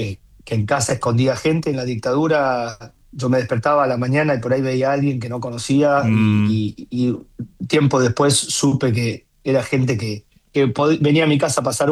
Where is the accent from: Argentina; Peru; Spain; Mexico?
Argentina; La Plata, Buenos Aires Province; yo soy platense